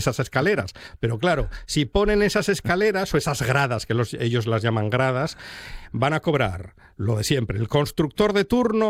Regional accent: Avilés, Asturias, Spain; now in Gijón, Spain; Yo soy de Sabugo, de Avilés

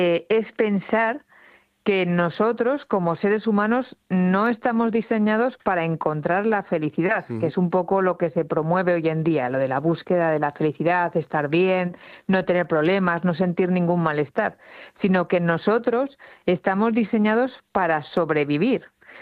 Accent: Oviedo, Asturias, Spain; del naranco, porque yo soy de Oviedo

